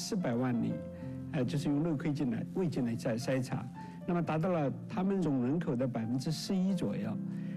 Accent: China

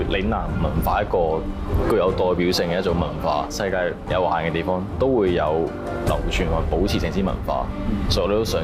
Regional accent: Macau; 你知我哋嚟自澳门啊嘛。

